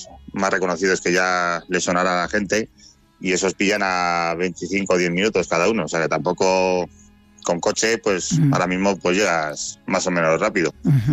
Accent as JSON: {"language": "Spanish", "town": "Iriepal", "region": "Castilla-La Mancha", "country": "Spain", "tie": "born or raised there", "moved": "as an adult", "said": "yo me crié en Guadalajara."}